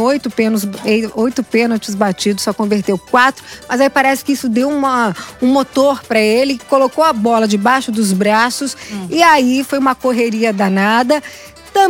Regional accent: Brazil

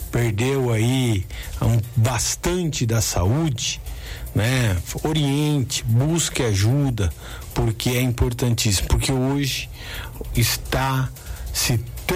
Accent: Brazil

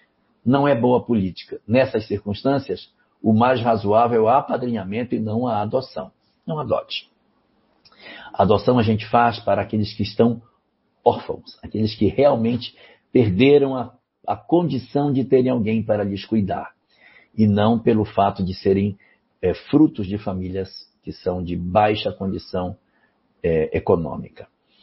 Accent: Amapá, Brazil; born there; do Amapá, o estado onde eu nasci

